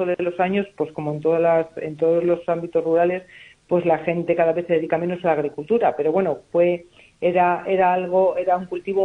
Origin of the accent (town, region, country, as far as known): San Miguel de las Dueñas, Castile and León, Spain